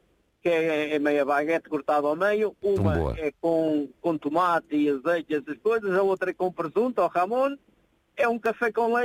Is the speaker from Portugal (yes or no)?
yes; Aldeola, Coimbra, Portugal; born there; now in Oliveira do Hospital, Portugal; Eu nasci mesmo na Aldeola, lá na Sobreda.